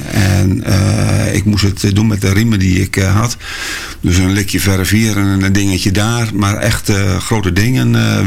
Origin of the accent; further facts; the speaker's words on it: Hardenberg, Overijssel, Netherlands; Ik kom uit Hardenberg en wij zwommen vaak in de Vecht en ja, in de Raderwijkerbeek.